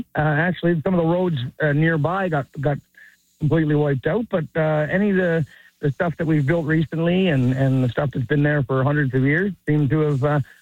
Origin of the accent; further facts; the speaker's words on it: Prince Edward Island, Canada; I'm from Prince Edward Island myself